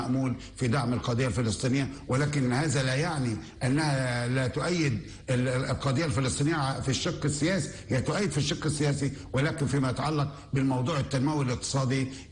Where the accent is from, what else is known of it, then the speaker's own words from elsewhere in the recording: Egypt; باعتباري ان مصري